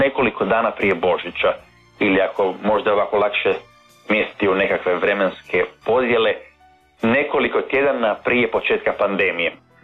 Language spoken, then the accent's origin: Croatian; Vrbovec, Zagreb County, Croatia; moved away as an adult; odrastao sam jedan dio u Vrbovcu i drugi u Zagrebu. Dakle, sve unutar jedne, rekao bih, vrlo, vrlo bliske zone, tako da Vrbovec je 40 km od Zagreba